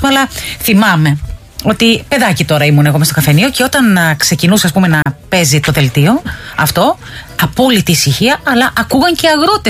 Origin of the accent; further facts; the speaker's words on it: Mytilene, North Aegean, Greece; Εγώ θυμάμαι που γεννήθηκα και μεγάλωσα στη Μυτιλήνη, είχαμε και καφενείο.